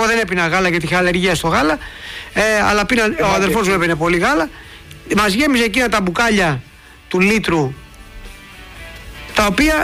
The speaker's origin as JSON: {"language": "Greek", "town": "Piraeus", "region": "Attica", "country": "Greece", "tie": "born or raised there", "also_born_or_lived": "Keratsini / Zografou", "said": "γιατί είμαι Πασαλιμανιώτης από το Πασαλιμάνι γεννημένος"}